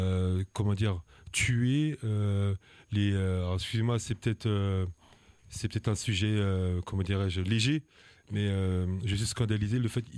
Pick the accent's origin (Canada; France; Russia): France; born there; also born or lived in Guadeloupe; je suis un Guadeloupéen, je suis né en France. Donc, je suis né en France avec les valeurs liberté, égalité, fraternité. Je suis d'origine guadeloupéenne avec les valeurs de solidarité, d'humanisme.